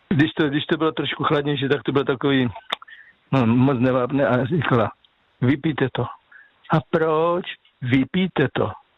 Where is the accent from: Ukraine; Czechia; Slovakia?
Slovakia; jako já pocházím ze Slovenska, tam se říká stařenka nebo babička.